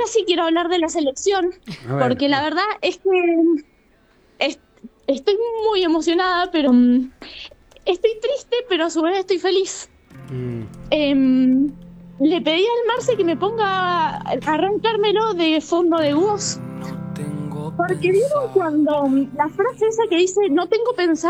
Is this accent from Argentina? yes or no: yes; Argentina; eso es lo que nos identifica como argentinos